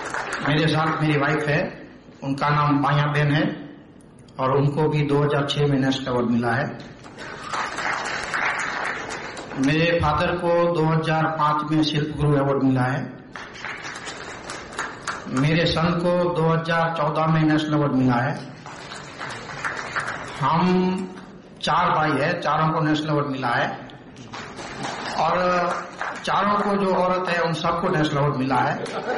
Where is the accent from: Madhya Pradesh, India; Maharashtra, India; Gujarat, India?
Gujarat, India; Bhuj; मैं गुजरात से आया हूं, कच्छ भुज से।